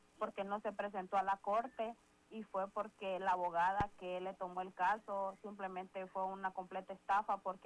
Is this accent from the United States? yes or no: yes; Virginia, United States; Entonces él se presentó ahí a Manassas, nosotros somos de Virginia, y lo detuvieron.